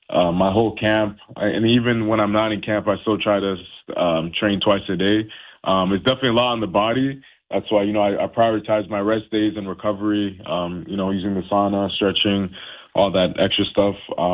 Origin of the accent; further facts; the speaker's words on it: Haiti; also born or lived in United States; Because I'm originally from Haiti, and my parents just came down to the States.